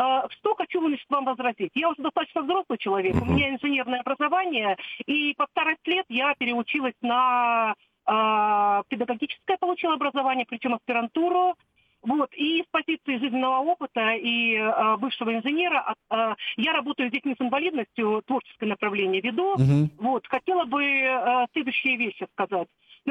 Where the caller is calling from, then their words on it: Moscow Oblast, Russia; Я из Подмосковья.